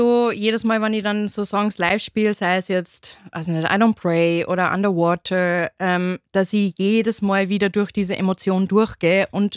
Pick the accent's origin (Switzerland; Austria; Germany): Austria; Upper Austria; accent: Upper Austrian dialect; Ich liebe meinen Dialekt, einen oberösterreichischen Dialekt